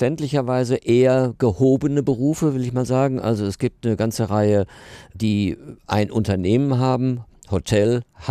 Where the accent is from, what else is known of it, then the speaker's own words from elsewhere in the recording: Herne, North Rhine-Westphalia, Germany; ich stamme aus Herne